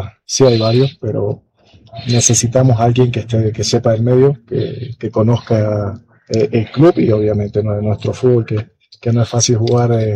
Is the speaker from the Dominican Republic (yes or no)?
no; Santa Cruz, Bolivia; porque yo soy de Santa Cruz y soñaba con jugar en Oriente, Blooming.